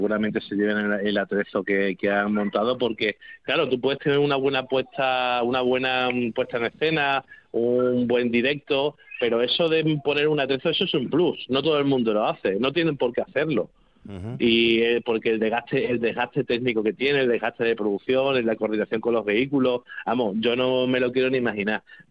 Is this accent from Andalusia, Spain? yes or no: no; Extremadura, Spain; somos más extremeños que la hostia.